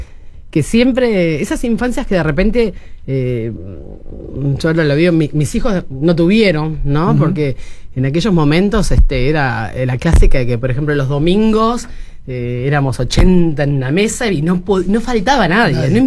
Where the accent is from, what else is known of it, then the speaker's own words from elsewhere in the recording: Montevideo, Uruguay; moved away as an adult; now in Punta del Este, Uruguay; nací en Montevideo, en un familión. Familión compuesto por un lado por una tanada mayúscula, uh-huh. Y por otro lado por una familia que justamente viene de la parte rural, ¿no? De allá de La Valleja, de José Pedro Varela.